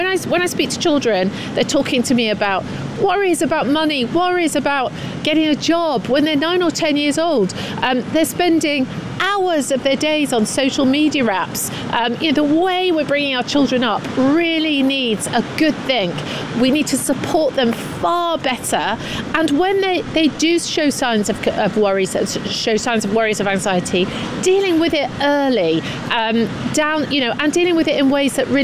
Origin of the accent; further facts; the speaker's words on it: Scunthorpe, Yorkshire and the Humber, United Kingdom; I come from Scunthorpe. I want to see investment there. It was a great steel town, and everybody's there ready to work.